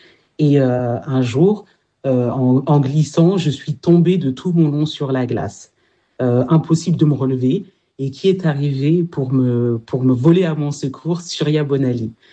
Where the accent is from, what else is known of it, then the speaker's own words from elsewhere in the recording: Champigny-sur-Marne, Île-de-France, France; Je viens de Seine-et-Marne. Mais avant ça, j'ai passé ma petite enfance à Champigny-sur-Marne.